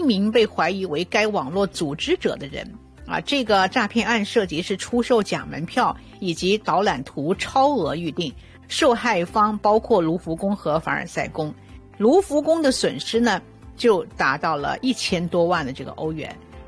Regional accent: China

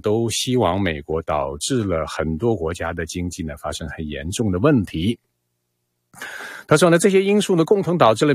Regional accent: Canada; 所以作为加拿大人来讲，我们加拿大央行行长在昨天公开讲了这么一段话

